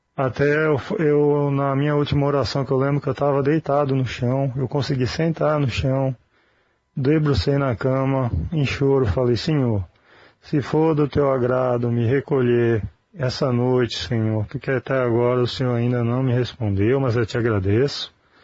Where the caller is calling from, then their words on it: Penha, Santa Catarina, Brazil; sou aqui da cidade de Penha, Santa Catarina